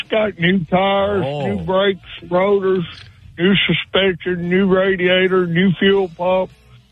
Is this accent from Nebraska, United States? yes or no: no; Tuscaloosa, Alabama, United States; No, I'm from Tuscaloosa.